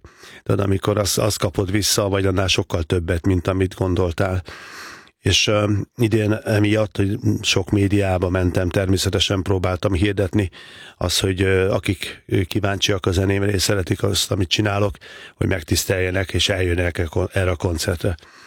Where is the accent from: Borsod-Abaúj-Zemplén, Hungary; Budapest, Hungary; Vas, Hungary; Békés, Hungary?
Békés, Hungary; Gyula; És szerencsések vagyunk, hogy a román határon, ugye Gyula közel van a román határhoz, a román televíziót be tudtuk fogni